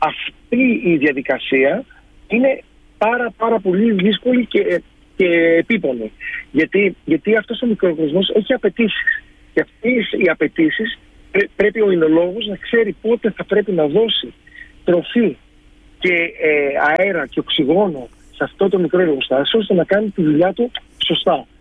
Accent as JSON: {"language": "Greek", "area": "Kefalonia", "region": "Ionian Islands", "country": "Greece", "said": "Δεν είναι επειδή είμαι Κεφαλονίτης και το λέω."}